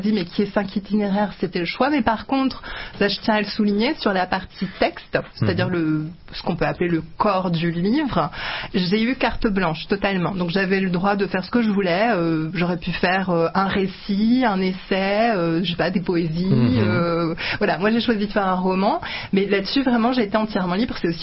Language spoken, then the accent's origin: French; France; je suis née en France de parents hongrois. Mm-hmm. Donc, comme beaucoup d'enfants d'immigrés ou d'émigrés, immigrés, tout dépend d'où on regarde les choses, j'ai grandi dans cette situation où donc on était plutôt en France à ce moment-là.